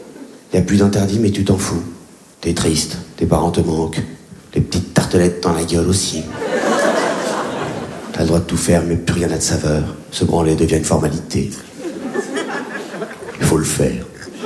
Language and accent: French; Réunion, France; born or raised there